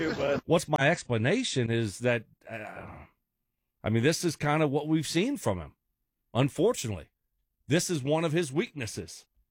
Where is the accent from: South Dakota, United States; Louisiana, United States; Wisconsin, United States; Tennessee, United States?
Louisiana, United States; Lafayette; I grew up in Lafayette. So that's 2 hours away.